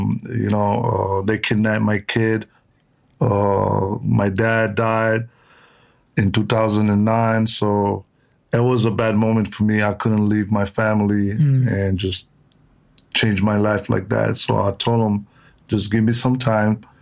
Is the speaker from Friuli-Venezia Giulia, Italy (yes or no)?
yes; Aviano, Friuli-Venezia Giulia, Italy; English is a second language; I'm from Aviano, and we have a lot of Americans here.